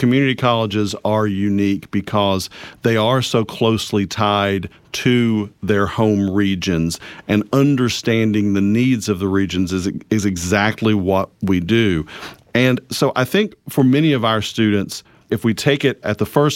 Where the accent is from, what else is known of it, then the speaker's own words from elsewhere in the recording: Tennessee, United States; moved away as an adult; also born or lived in Richlands, Virginia / Lebanon, Virginia; now in Pulaski County, Virginia, United States; worked my entire career in Appalachia, and so it feels like home. Grew up in Northeast Tennessee in the Tri-City area, worked for a number of years in Richlands and Lebanon, Virginia